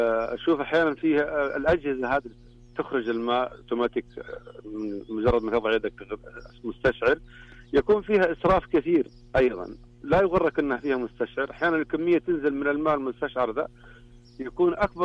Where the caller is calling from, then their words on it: Umluj, Tabuk Province, Saudi Arabia; وهذه الأجواء الباردة من أملج